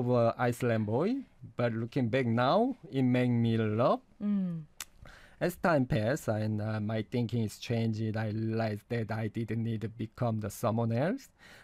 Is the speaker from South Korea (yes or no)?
yes; Jeju, South Korea; English is a second language; When I told him I was from Jeju